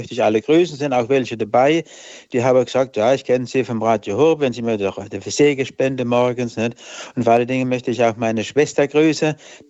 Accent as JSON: {"language": "German", "town": "Hornberg", "region": "Baden-Württemberg", "country": "Germany", "said": "Also ich bin jetzt ausnahmsweise nicht in Lahr, sondern in meiner Heimat in Hornberg bei Dielheim, Wisloch."}